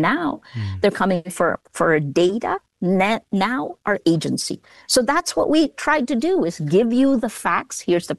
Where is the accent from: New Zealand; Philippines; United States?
Philippines; Because I come from the Philippines